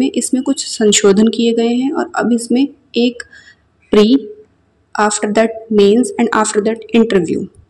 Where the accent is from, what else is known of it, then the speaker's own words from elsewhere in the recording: Rampur, Uttar Pradesh, India; और मैं रामपुर की ही रहने वाली हूँ, और मैंने अपनी सारी पढ़ाई रामपुर से ही कंप्लीट की है